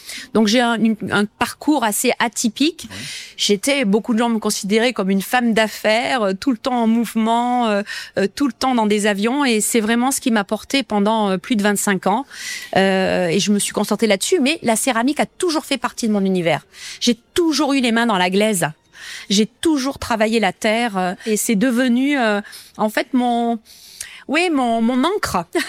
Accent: Nouvelle-Aquitaine, France; Je suis originaire de Limeira, à côté de Thenon.

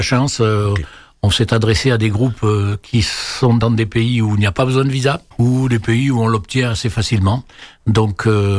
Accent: Tahiti, French Polynesia; ce que nous trouvons chez nous à Tahiti ou ailleurs.

